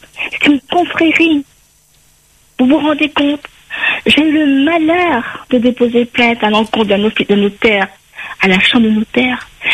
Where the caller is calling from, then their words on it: France; moi je vis en France.